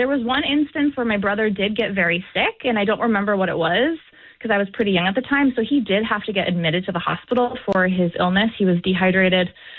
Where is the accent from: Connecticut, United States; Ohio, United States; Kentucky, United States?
Connecticut, United States; Thomaston; I was raised in Northwest Connecticut in a small town called Thomaston.